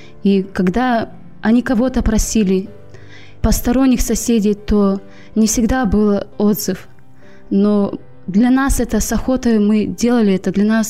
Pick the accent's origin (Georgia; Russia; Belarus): Georgia; Gudauta, Abkhazia; now in South Carolina, United States; Ну, я родилась в Абхазии, эта местность называется Гудаута. Многие не знают, но это очень маленькое место. В областном она считается как Грузии. Эта местность очень красивая. Мы жили прямо около Черного